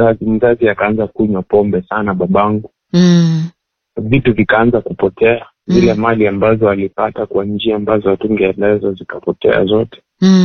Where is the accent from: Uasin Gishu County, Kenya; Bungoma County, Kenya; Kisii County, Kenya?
Kisii County, Kenya; Kisii; born there; Ila mimi nimezaliwa pale Kisii. Nimezaliwa Kisii, lakini sikuzaliwa kwa familia ambayo inamjua Mungu.